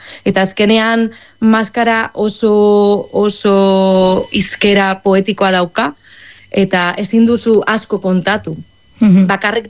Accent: Vitoria-Gasteiz, Basque Country, Spain; moved away; ni Gasteiztarra naiz, baina daramatza 17 urte hemendik kanpo eta niretzat ba eskertzekoa da orain bueltatu naizela

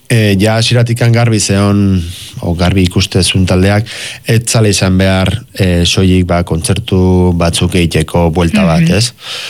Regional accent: Legazpi, Basque Country, Spain; ni Lehazpikoa naiz

